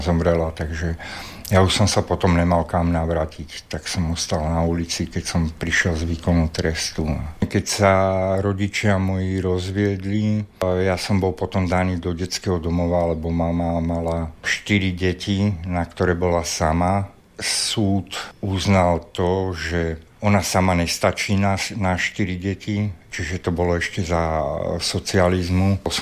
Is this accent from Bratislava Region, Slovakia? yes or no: yes; Bratislava, Bratislava Region, Slovakia; No ja som sa narodil tu v Bratislave, v Dubravke a v 2 rokoch sme sa presťahovali do Petržalky, kde som žil až do 48. roka života